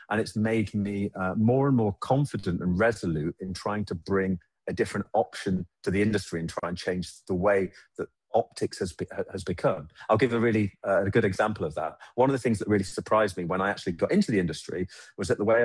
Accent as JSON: {"language": "English", "region": "England", "country": "United Kingdom", "tie": "born or raised there", "said": "growing up in England"}